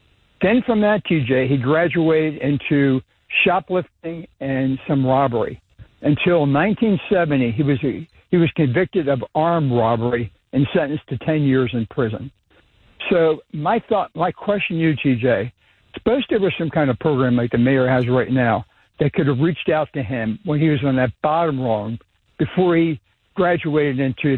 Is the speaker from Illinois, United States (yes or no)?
no; Baltimore, Maryland, United States; now in Whitehall, United States; I grew up in the Fells Point area in the 1950s.